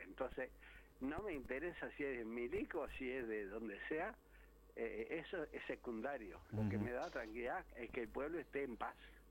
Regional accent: Montevideo, Uruguay; moved away; cuando yo, años atrás, cuando me vine de Montevideo para acá, usted me escuchaba a mí, iba a ver una fiera.

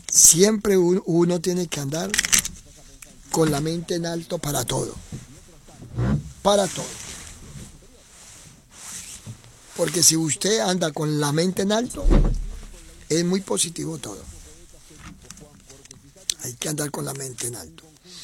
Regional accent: Nicaragua; moved away; Tengo cédula de residente todavía como nicaragüense, como nica.

